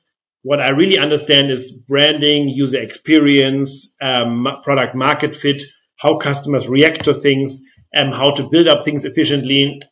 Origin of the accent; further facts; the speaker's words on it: Flensburg, Schleswig-Holstein, Germany; I come from Flensburg, northern Germany.